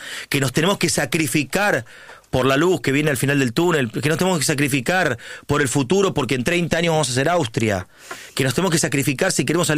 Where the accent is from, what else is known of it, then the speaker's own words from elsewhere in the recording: Argentina; Creo que lo que tenemos que lograr como argentinos